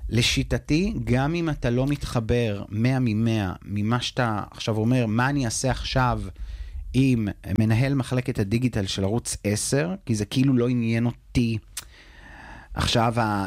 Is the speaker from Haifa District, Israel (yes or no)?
yes; Tirat Carmel, Haifa District, Israel; now in Tel Aviv, Israel; אני במקור מטירת הכרמל, כדי לצאת מהפריפריה ולעשות את מה שאני רוצה לעשות, ולהתעסק בתחום הזה שאני כל כך אוהב, אני חייב לעבור לתל אביב.